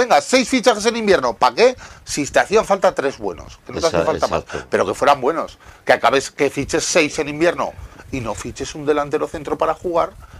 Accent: Zaragoza, Aragon, Spain; pues si estamos a la par, y somos de Zaragoza solo, qué grande sois

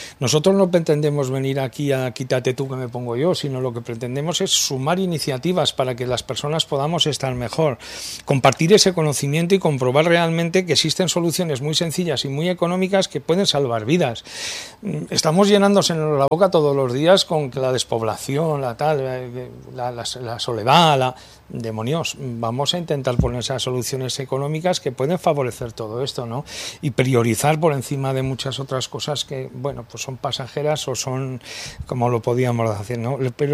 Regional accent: Muniesa, Aragon, Spain; quiero mandar un saludo a mi pueblo, a Muniesa, que me dicen muchas veces que te veo en la televisión

